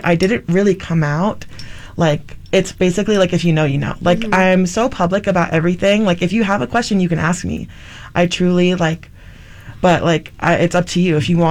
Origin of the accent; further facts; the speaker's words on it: Hawaii, United States; I didn't grow up in Utah. I was born and raised in Hawaii, and I grew up LDS